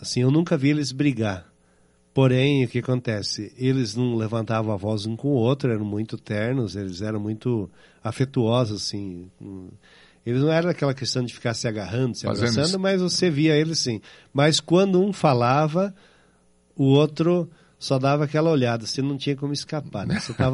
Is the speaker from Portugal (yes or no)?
no; Paraná, Brazil; born there; also born or lived in Getúlio Vargas, Rio Grande do Sul / Água Santa, Rio Grande do Sul / Erechim, Rio Grande do Sul; Então eu nasci em Getúlio Vargas, nós passamos ali um período em Itapejara, né, Água Santa, propriamente numa área indígena, chamavam área dos Bugre quando eu era criança, e depois também um pouquinho de tempo em Erechim, né, e ali vivi até o 5º ano da minha vida, depois nós migramos para o Paraná.